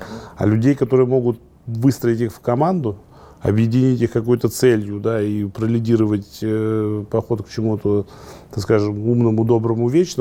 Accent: Oryol, Oryol Oblast, Russia; Это в Орле, да. И уже такой бизнес мы построили там

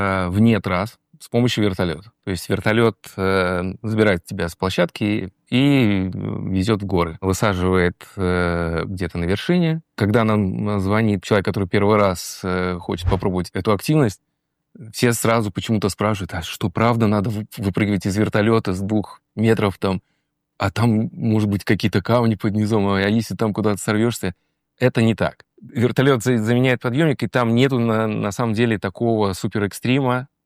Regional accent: Kamchatka Krai, Russia; moved away; я родился на Камчатке, прожил первую часть своей жизни там.

